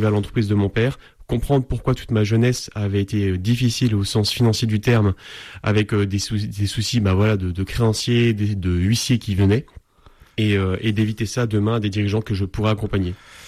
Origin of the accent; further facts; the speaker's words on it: Vaux-sous-Aubigny, Grand Est, France; also born or lived in Fontaine-lès-Dijon; Je viens du sud de la Haute-Marne, dans un petit village qui s'appelle Vaux-sous-Aubigny. Et je suis né à Fontaine-lès-Dijon.